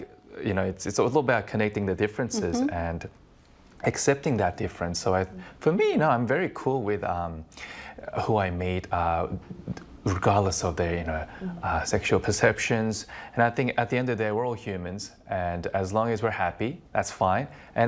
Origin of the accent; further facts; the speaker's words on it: Sydney, New South Wales, Australia; I grew up in Sydney